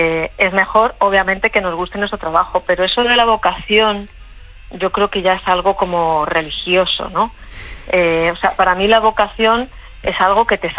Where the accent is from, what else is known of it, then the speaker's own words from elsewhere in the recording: Madrid, Community of Madrid, Spain; Pues mira, soy de Madrid, pero en estos momentos estoy de vacaciones en el Mediterráneo.